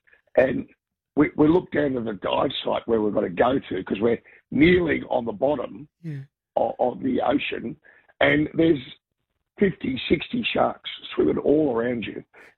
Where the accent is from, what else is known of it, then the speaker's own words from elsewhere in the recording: Sydney, New South Wales, Australia; I'm 63, so I grew up on Bondi Beach